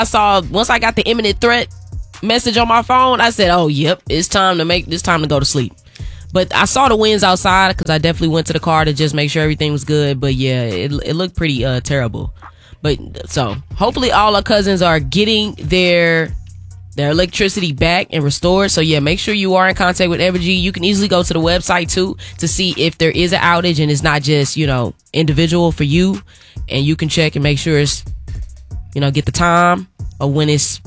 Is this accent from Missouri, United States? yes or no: yes; St. Louis, Missouri, United States; now in Kansas City, United States; And then my flight got diverted to St. Louis. I ended up in my hometown.